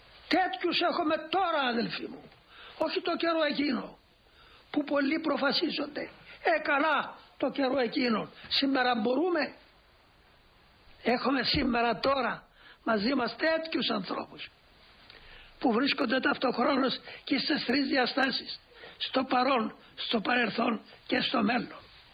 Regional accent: Greece; εμείς οι Έλληνες

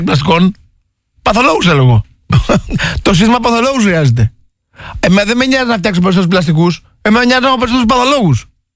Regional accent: Kastoria, Western Macedonia, Greece; Εγώ είμαι πολύ χαρούμενος γιατί εγώ είμαι από την Καστοριά.

